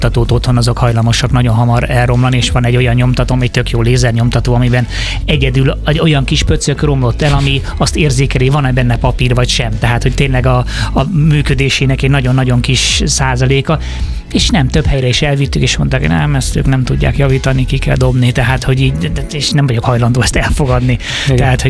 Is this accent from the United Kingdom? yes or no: yes; England, United Kingdom; legalábbis én Angliában nőttem föl, ott arra használták, hogy edukálják az embereket ilyen témákban.